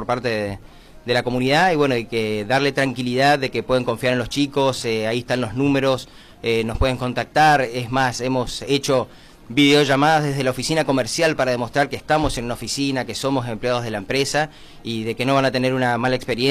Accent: Misiones, Argentina; now in Goya, Argentina; yo soy oriundo puntualmente de Misiones en realidad, pero Misiones, estoy viviendo en Goya hace muchos años.

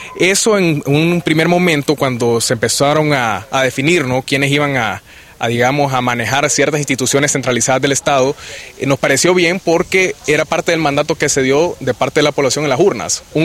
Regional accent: Honduras; como buen ciudadano, como buen hondureño

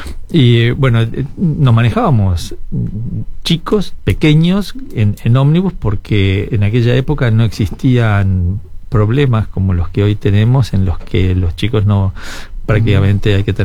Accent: Punta del Este, Maldonado, Uruguay; also born or lived in Montevideo / Buenos Aires; No nací aquí, nací en Montevideo, pero creo que se puede decir que sí. Fueron unos meses solamente. Y de ahí en adelante transcurrí acá mi infancia en la escuela 5, hice la primaria, secundaria en el Liceo de Maldonado

